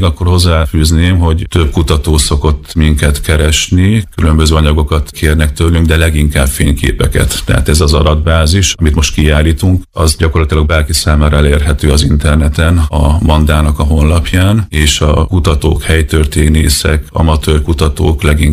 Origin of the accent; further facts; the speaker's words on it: Szabolcs-Szatmár-Bereg, Hungary; én egy kis szabolcsi faluban nőttem fel, ott édesapám lelkész volt egészen nyugdíjas koráig, és én gyakorlatilag egy ilyen gyülekezetben nőttem fel, tehát egészen kisgyerekkoromban költöztünk oda